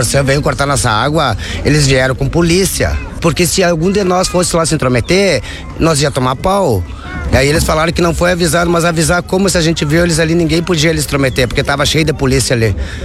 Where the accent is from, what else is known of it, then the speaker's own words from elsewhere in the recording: Uruguaiana, Rio Grande do Sul, Brazil; eu vim lá da Uruguaiana, lá da fronteira.